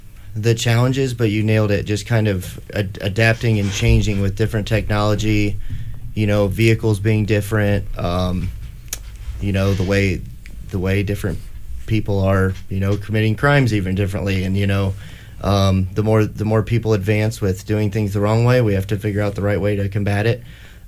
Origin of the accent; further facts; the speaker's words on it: Lima, Ohio, United States; I grew up in Lima.